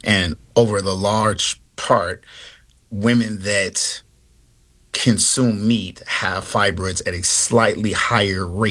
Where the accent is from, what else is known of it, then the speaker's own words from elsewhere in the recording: Chicago, Illinois, United States; you know, I'm from Chicago